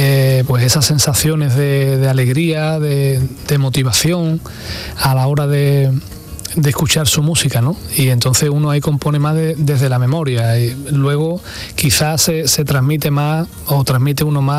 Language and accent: Spanish; Santa Bárbara de Casa, Andalusia, Spain; now in Seville, Spain; Yo soy de Santa Bárbara de Casa, de Landévalo, de Huelva, y allí viví 2 años.